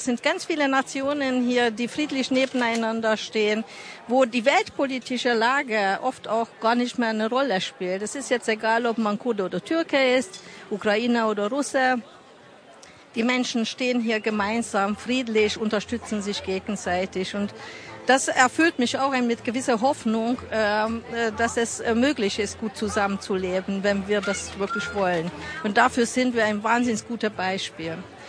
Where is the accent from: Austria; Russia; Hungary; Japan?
Hungary; moved away as an adult; now in Chemnitz, Germany